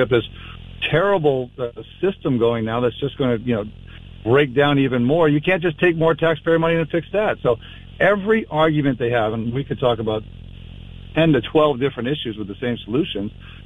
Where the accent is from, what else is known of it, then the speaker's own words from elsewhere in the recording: Maine, United States; I grew up in Maine. My wife grew up in Maine. Our kids did. They all went to the same high school I did. We still have one in school. So we're experienced with, you know, real life in Maine from our whole childhood here and our kids' childhood here.